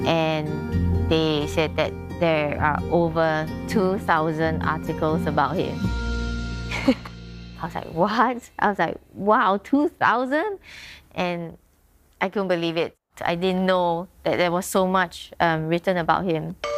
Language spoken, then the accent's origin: English; Singapore; I'm Singaporean.